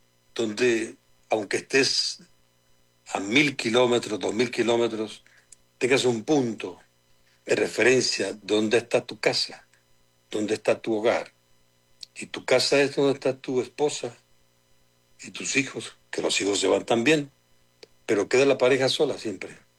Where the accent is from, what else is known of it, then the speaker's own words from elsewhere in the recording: Venezuela; Me siento parte del país y ahora de verdad que estoy tan agradecido como venezolano.